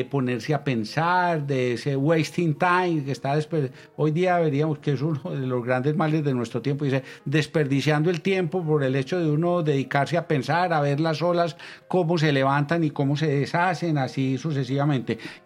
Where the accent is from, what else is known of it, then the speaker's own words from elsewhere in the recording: Colombia; nosotros estamos acostumbrados a pronunciarlo pues aquí a lo colombiano.